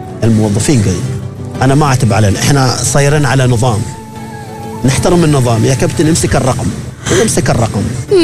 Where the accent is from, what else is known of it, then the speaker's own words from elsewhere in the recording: Salalah, Dhofar, Oman; ترى أنا من صلالة